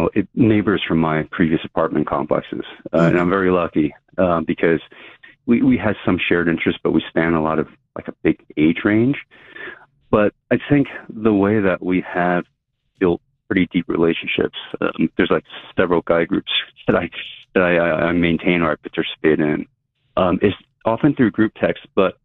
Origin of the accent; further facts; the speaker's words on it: New York, United States; moved away as an adult; now in Chicago, United States; A lot of my childhood friends that I grew up with are in New York, and I moved there in my adult life. So I've moved to Chicago from New York.